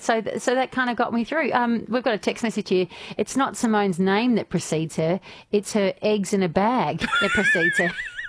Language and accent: English; Australia; Being Australian